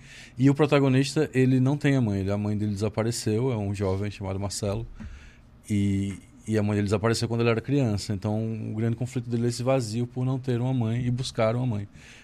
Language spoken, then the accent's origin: Portuguese; Arapiraca, Alagoas, Brazil; Assim, eu nasci e cresci em Arapiraca.